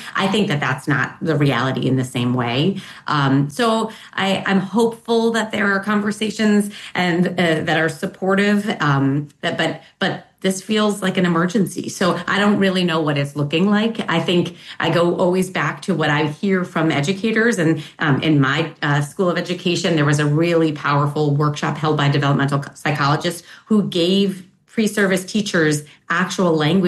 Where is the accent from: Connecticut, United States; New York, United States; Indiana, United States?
Connecticut, United States; Luanelli is, being in Connecticut, my home state. I'm in California, a very progressive state.